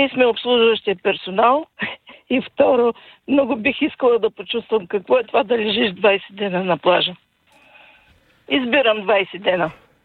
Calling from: Burgas, Burgas Province, Bulgaria; съм от Бургас

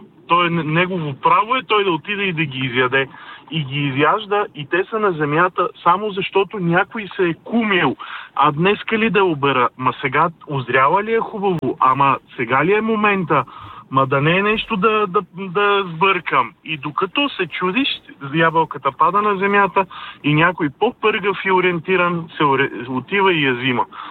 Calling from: Sofia, Sofia City, Bulgaria; Ало, добро утро … от София.

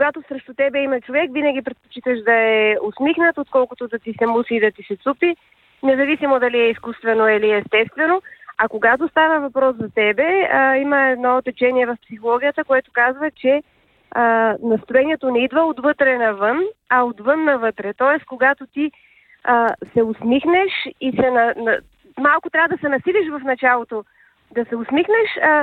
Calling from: Sofia, Sofia City, Bulgaria; съм от София.

